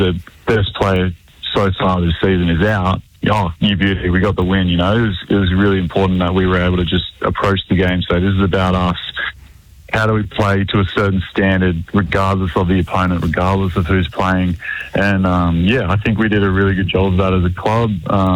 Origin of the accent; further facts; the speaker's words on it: Sydney, New South Wales, Australia; I'm from Sydney, so the chance to go back and play for Sydney, the team I grew up going to watch when I was a kid, it meant that I was back around family, back around friends.